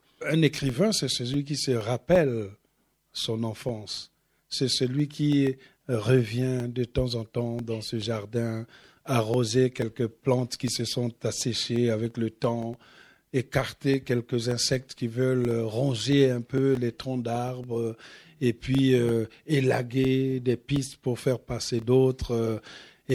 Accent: Pointe-Noire, Republic of the Congo; moved away as an adult; also born or lived in Europe / United States; Quand j'ai quitté Pointe-Noire, j'avais 19 ans. Donc j'ai plus aujourd'hui vécu en Europe et aux États-Unis que dans ma ville. Donc évidemment, quand je suis revenu à Pointe-Noire en 2012

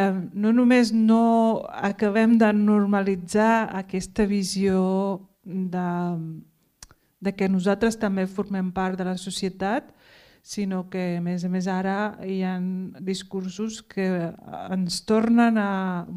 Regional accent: Vic, Catalonia, Spain; perquè som de Vic, clar, parlem un català més millor, no, el de Vic que el de Barcelona.

